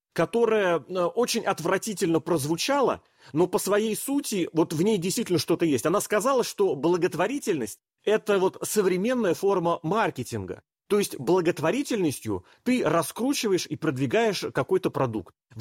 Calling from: Russia; я пишусь из России

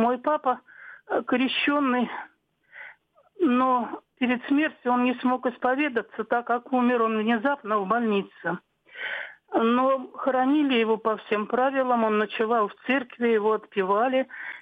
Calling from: Saint Petersburg, Russia; я из Петербурга.

